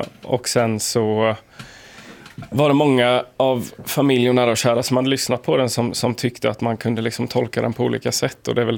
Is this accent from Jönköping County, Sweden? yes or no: yes; Jönköping, Jönköping County, Sweden; Jag är en kille från Jönköping